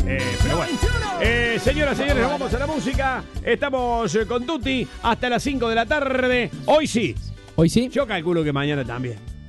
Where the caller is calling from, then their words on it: San Rafael, Mendoza, Argentina; A los compañeros, somos de San Rafael Mendoza.